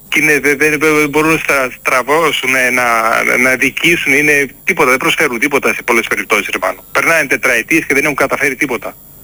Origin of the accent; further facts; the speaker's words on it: Greece; εγώ τους Έλληνες και τέτοιο, και το λαό μου, δηλαδή την πατρίδα μου, άμα μου έλεγες πάρε κόσμο από δυο, φτιάξε μια καινούργια πόλη και διάλεξε Έλληνες ή άλλο λαό. Θα προτιμούσα Έλληνες.